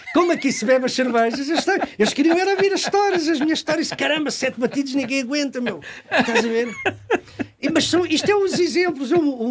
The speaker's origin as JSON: {"language": "Portuguese", "town": "Alcobaça", "region": "Centro", "country": "Portugal", "tie": "born or raised there", "also_born_or_lived": "Caldas da Rainha", "said": "Mas a minha terra é Alcobaça."}